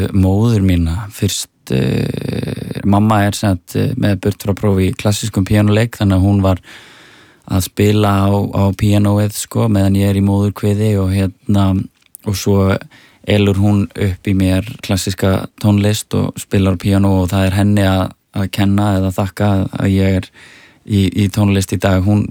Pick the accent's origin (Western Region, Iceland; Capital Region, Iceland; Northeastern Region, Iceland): Capital Region, Iceland; Reykjavík; og svo er ég náttúrulega alveg upp í Árbæ þannig að … voru miklar hetjur og svona þetta íslenska rap svona í kringum hrunið.